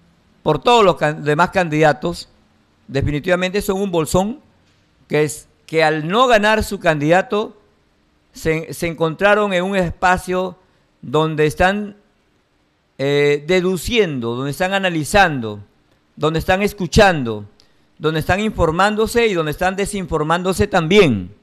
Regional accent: Peru; nosotros como peruanos estamos muy atentos a lo que pueda ocurrir en los próximos días

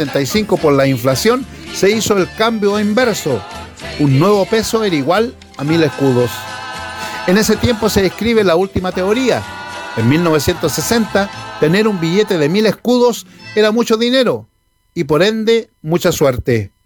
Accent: Chile

